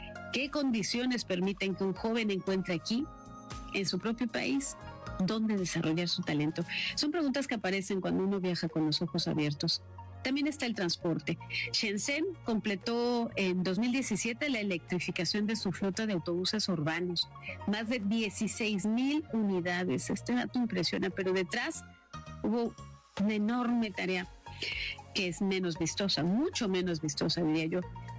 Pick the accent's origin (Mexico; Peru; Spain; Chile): Mexico; Para nosotros como mexicanos, para mí como mexicana